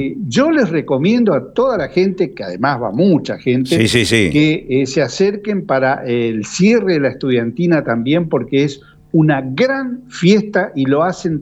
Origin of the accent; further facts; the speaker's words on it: Reconquista, Santa Fe, Argentina; somos de Reconquista